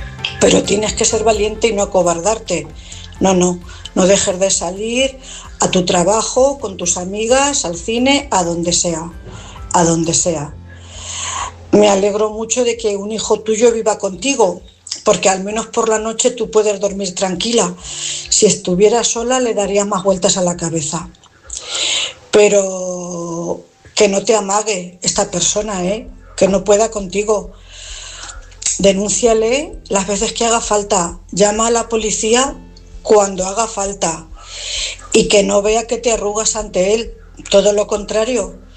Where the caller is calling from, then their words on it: Cuenca, Castilla-La Mancha, Spain; corresponsal de Cuenca.